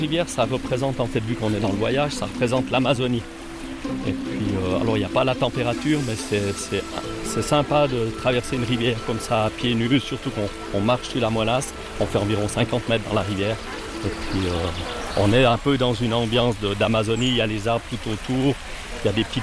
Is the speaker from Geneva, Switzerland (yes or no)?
no; Fribourg, Switzerland; en tant que fribourgeois